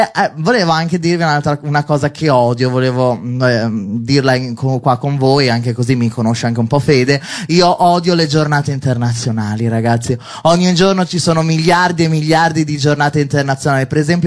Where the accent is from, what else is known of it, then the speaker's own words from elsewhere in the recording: Milan, Lombardy, Italy; prima io sono milanese, 100% ci tengo, noi milanesi ci teniamo